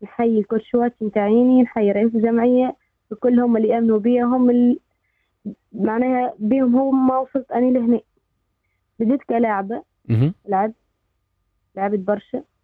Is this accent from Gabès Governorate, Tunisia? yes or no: yes; Gabès, Gabès Governorate, Tunisia; جابس معناها هي مدينتنا من الجنوب